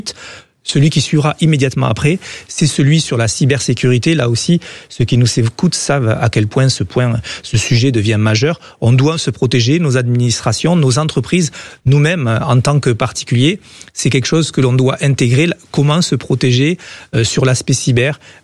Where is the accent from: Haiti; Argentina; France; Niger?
France; Occitanie; moi je viens d'Ariège, c'est un milieu très rural